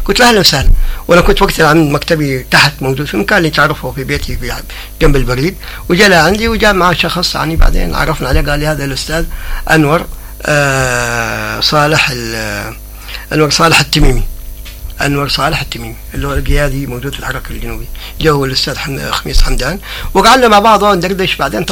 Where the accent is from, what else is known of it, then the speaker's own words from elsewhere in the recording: Hadhramaut, Yemen; نأخذ هويتنا أول الذاتية للحضرميين